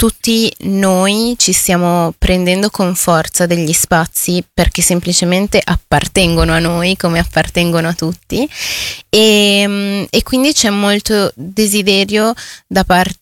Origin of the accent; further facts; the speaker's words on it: Peru; now in Italy; sono una ragazza peruviana con una famiglia colombiana che quindi ha vissuto tante influenze